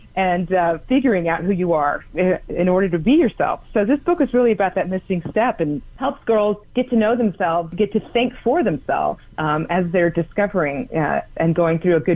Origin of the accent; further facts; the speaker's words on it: Houston, Texas, United States; Well, I grew up in Houston, my formative years